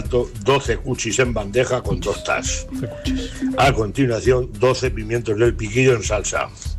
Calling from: Alcázar de San Juan, Castilla-La Mancha, Spain; de Alcázar de San Juan.

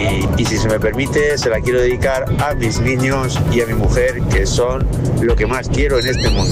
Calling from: Ciudad Real, Castilla-La Mancha, Spain; de Ciudad Real.

